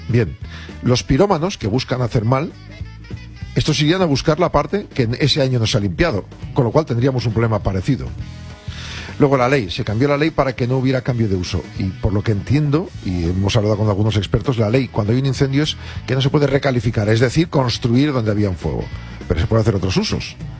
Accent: Neila, Castile and León, Spain; Dos, nosotros en nuestros pueblos se vivía de los pinos. Con los pinos de mi pueblo en Neila, pues hacían, decían, las grandes crucetas de las velas de los barcos, ¿vale?

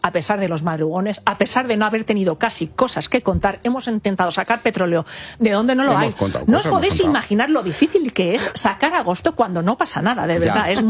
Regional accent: Balearic Islands, Spain; moved away; que me voy a mi tierra, que tengo muchas ganas de irme. Me voy a Mallorca, que todavía hace muy buen tiempo

